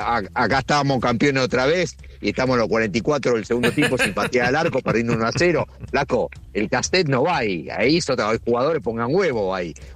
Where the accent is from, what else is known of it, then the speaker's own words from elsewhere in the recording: Uruguay; Sí, tiene su onda. A veces hay que decir que somos uruguayos, por la duda, porque si te ven con la camiseta argentina